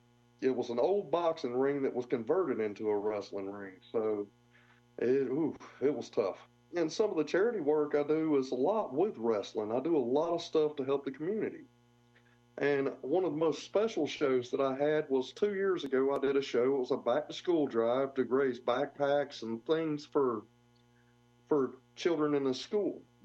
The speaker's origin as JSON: {"language": "English", "town": "Middlesboro", "region": "Kentucky", "country": "United States", "tie": "born or raised there", "moved": "yes", "lives_now": "North Carolina, United States", "said": "Well, I live in North Carolina now. Most of my wrestling career has been in the Carolinas. I am originally from Middlesboro, Kentucky, a little small town."}